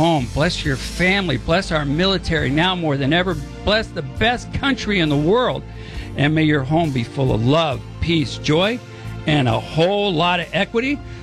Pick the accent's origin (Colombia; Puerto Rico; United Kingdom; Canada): Colombia; now in United States; I love this station. I love this country. I'm a patriot from Colombia, and we are saving the American dream.